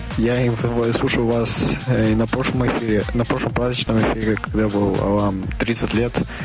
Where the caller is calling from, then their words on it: Izhevsk, Udmurtia, Russia; из Ижевска.